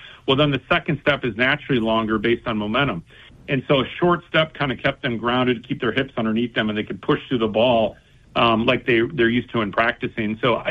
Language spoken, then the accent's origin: English; Cleveland, Ohio, United States; born there